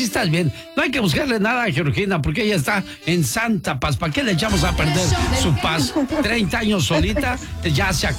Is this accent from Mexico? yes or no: yes; Mexico; nosotros somos puros puros mexicanos billetudos.